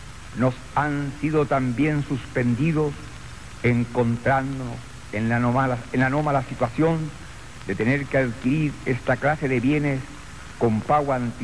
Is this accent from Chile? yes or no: yes; Chile